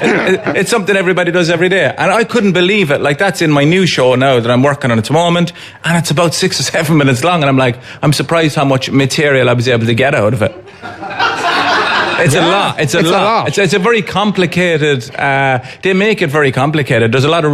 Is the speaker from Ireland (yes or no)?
yes; Cork, Munster, Ireland; No, like, this is the thing, like, some people will go, did they get you outside Cork? I'm like, I'm speaking English.